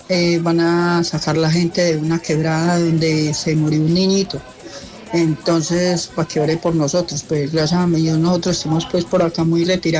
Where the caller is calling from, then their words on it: Colombia; Tengan ustedes una feliz tarde por acá en el barrio Jardín.